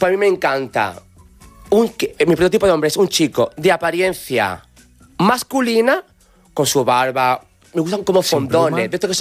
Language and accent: Spanish; Andalusia, Spain; Yo soy súper ateo, yo el mundo de la Semana Santa no me gusta, siendo andaluz.